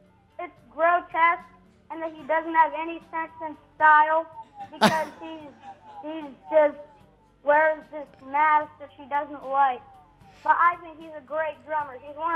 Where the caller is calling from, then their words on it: Virginia, United States; I'm calling from Virginia.